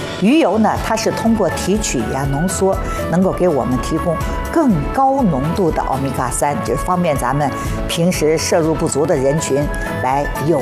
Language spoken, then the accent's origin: Chinese; China; 我们中国人呢，已经从就是追求吃饱，现在进入到追求吃好